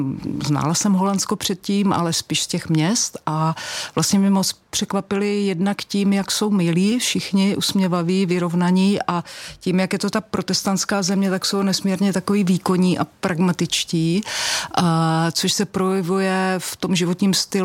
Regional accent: South Moravian Region, Czechia

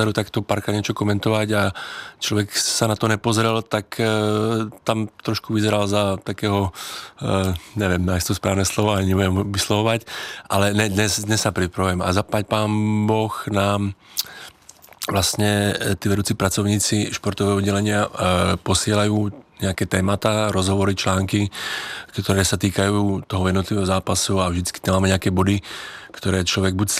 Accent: Košice, Košice Region, Slovakia; now in Czech Republic; tak hovorím, no, akože odkiaľ si, alebo to hovorím, že já jsem z Košic

